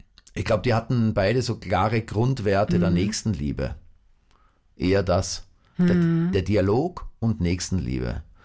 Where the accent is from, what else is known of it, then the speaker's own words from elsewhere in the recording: Vienna, Austria; ich bin im zweiten Bezirk in Wien aufgewachsen, das ist der Prater, und das war eine sehr, also wie meine Eltern da hingezogen sind, war das eine sehr runtergekommene Gegend, aber mit sehr viel Grün und aber auch mit sehr viel Baulücken